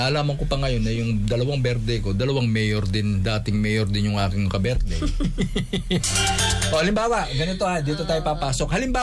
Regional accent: Central Luzon, Philippines; born there; sa Pampanga ako pinanganak.

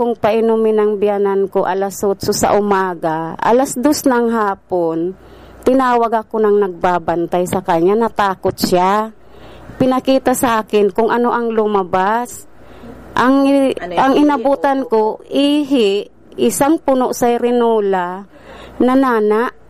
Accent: Bicol Region, Philippines; taga Bunga, Canligao, Albay.

